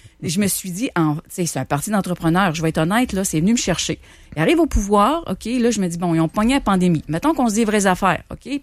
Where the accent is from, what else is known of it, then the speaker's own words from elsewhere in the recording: Quebec City, Quebec, Canada; Oui, à Québec. Je viens de Charlebourg.